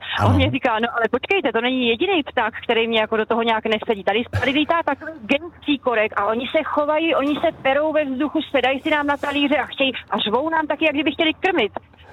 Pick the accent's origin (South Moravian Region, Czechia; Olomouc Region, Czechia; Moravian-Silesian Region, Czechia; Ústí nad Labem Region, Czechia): South Moravian Region, Czechia; Brno; moved away as an adult; now in Jeseníky, Czechia; Já jsem teda původem z Brna a já jsem se přestěhovala po letech v Brně právě do Jeseníku do takové chatarské osady